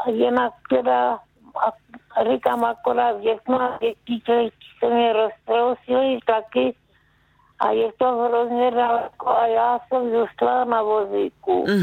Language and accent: Czech; Zlín Region, Czechia; now in Jeseník District, Czechia; A u nás na Valachách se neslavilo a gor naši ty šli přistěhovali se tady do na okrese Jeseník po válce, takže byli roztroušeni všude možně.